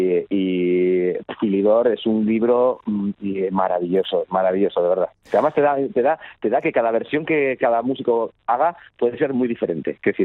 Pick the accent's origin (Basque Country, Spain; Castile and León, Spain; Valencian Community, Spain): Basque Country, Spain; yo soy del País Vasco